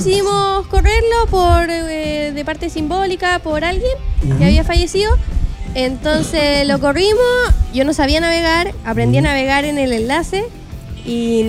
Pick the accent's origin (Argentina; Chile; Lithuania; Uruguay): Chile; Copiapó, Atacama; soy de Copiapó